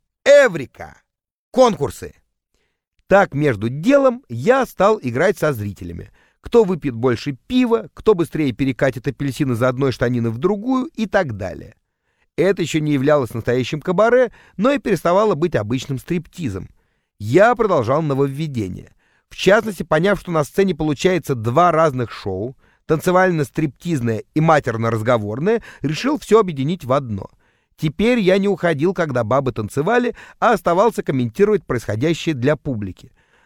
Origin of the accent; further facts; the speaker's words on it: Leningrad, Saint Petersburg, Russia; К концу фильма ленинградский школьник точно знал, чем хочет заниматься. Сделать в родном городе такое же заведение.